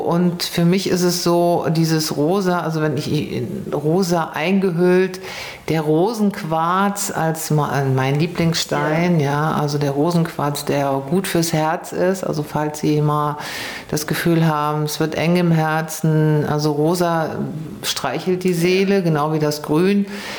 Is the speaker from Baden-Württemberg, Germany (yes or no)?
no; Germerode, Hesse, Germany; Ich komme ja aus Germerode